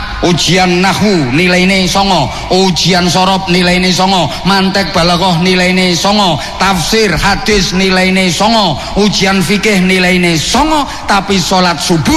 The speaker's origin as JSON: {"language": "Indonesian", "town": "Poncokusumo", "region": "East Java", "country": "Indonesia", "said": "Saya ini dari Poncokusumo Malang sana loh."}